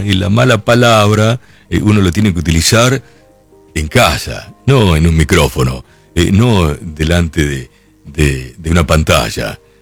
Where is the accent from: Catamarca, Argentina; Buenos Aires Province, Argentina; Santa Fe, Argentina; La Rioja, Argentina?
Buenos Aires Province, Argentina; Lincoln; born there; moved away; Recuerdo que de haber ido a alguna fiesta patria en mi Lincoln y volver